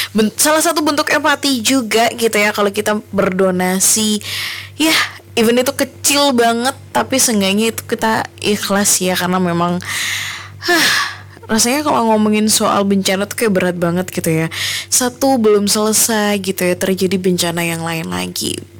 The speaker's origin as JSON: {"language": "Indonesian", "town": "Ngawi", "region": "East Java", "country": "Indonesia", "said": "ketika kita orang Ngawi ya yang ingin membantu itu pasti berdonasi gitu ya"}